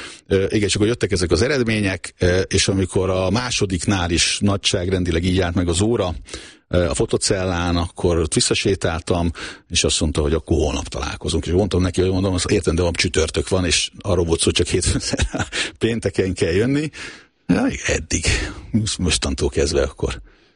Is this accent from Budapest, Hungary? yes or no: yes; Budapest, Hungary; born there; én kis túlzással a Tüzér utca egy távolugró gödörbe születtem, mert ugye anyu ott tartott edzést, és talán onnan is mentek a szülészetre, hogyha minden igaz, még 1970-ben.